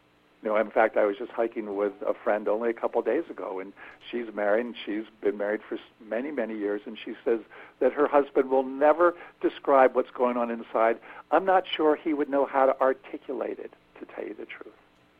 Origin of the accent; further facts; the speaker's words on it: Kingston, New York, United States; we grew up in Kingston, New York, and this was a very middle-class town that had, you know, strong Catholic population, and there were Irish, and there were Italians, and there were African Americans